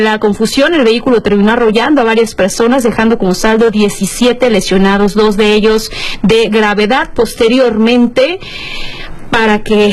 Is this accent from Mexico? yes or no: yes; Mexico; esta unidad que también como mexicanos